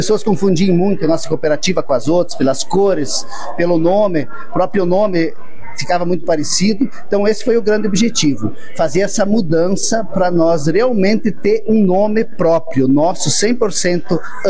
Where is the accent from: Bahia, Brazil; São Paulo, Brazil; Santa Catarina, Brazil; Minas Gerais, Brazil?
Santa Catarina, Brazil; Iraceminha; Iraciminha, minha terra natal.